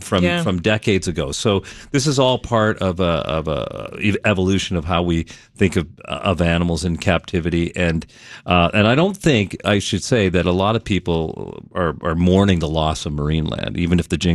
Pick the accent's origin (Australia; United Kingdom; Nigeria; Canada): Canada; Toronto, Ontario; now in Chicago, United States; We're both from Toronto